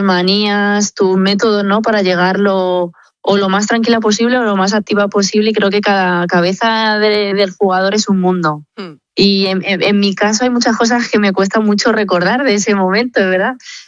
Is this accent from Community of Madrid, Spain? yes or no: yes; Community of Madrid, Spain; Yo le decía, no soy de Cienpozuelos, pero al final sigue siendo Madrid y sigo siendo madrileña.